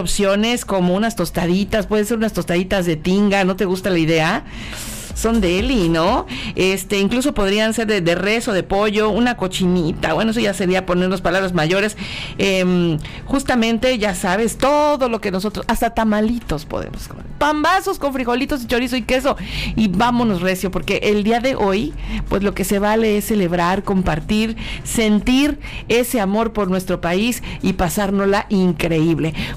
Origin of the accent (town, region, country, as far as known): Mexico